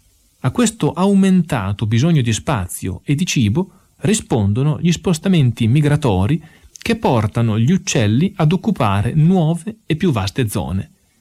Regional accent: Emilia-Romagna, Italy; qui dalle mie parti, nel Modenese

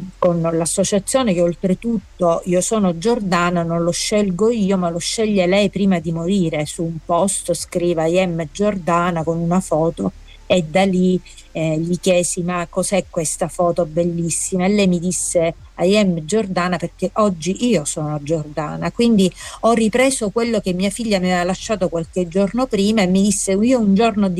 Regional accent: Nicolosi, Sicily, Italy; un istituto del mio paese, di Nicolosi

